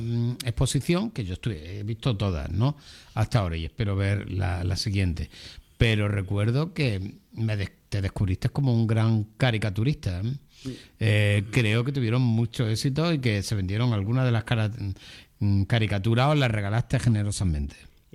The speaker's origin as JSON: {"language": "Spanish", "country": "Spain", "said": "yo te agradezco como español este canto, ¿no? De esperanza y de admiración a mi país."}